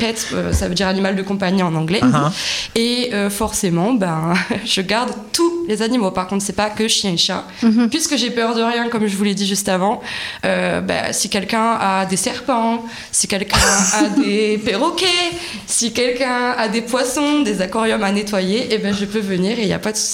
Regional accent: Occitanie, France; Oui, je suis de Laït, près de Marsan, Montégut, tout ça. J'ai toujours habité là-bas.

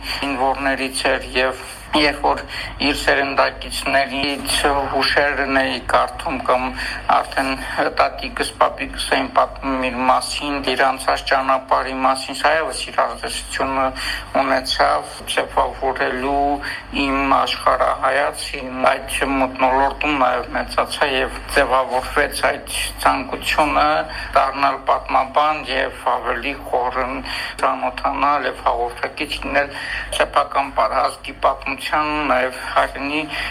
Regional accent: Askeran, Nagorno-Karabakh, Azerbaijan; Մանկությունս անցել է Դարավ գյուղում, Ասկերան քաղաքում։ Մեր գյուղում բազմաթիվ պատմամշակութային հուշարձաններ կան

